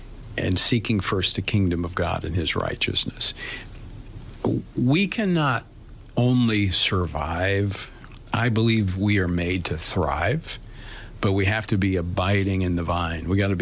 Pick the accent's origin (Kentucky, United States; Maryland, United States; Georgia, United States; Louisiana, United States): Louisiana, United States